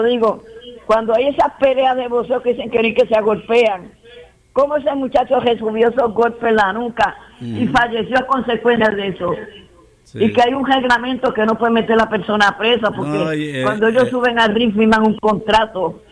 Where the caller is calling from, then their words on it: Puerto Rico; como buena boricua. Yo llevo aquí desde el 90